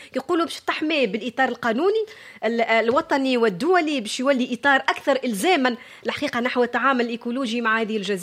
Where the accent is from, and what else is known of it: Tunisia